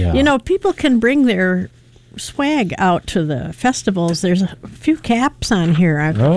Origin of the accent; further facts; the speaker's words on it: Madison, Wisconsin, United States; Oh, yes, Jeff, I'll give away my age. I grew up in Madison